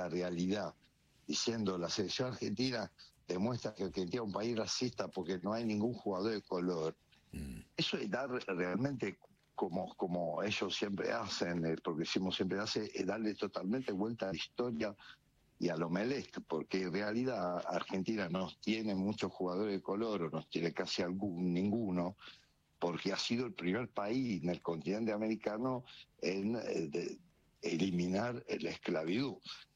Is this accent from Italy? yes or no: yes; Italy; yo como italiano me siento latino también